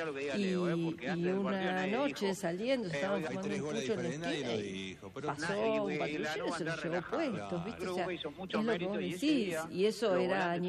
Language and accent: Spanish; La Plata, Buenos Aires Province, Argentina; moved away; Yo en realidad soy platense.